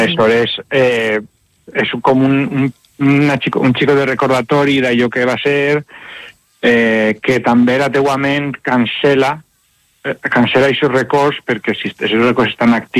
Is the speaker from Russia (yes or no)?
no; Valencian Community, Spain; moved away as an adult; also born or lived in Madrid; com a valencià, i que jo vaig estudiar a Madrid i vaig tenir una carrera a Madrid i me'n vaig tornar